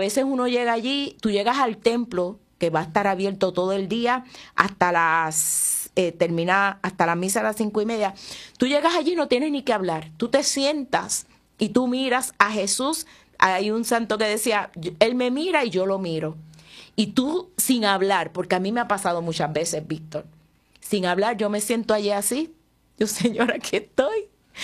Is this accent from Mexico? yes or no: no; Puerto Rico; Claro que sí, y Puerto Rico, ¿verdad? Porque esta es nuestra casa, la casa de todos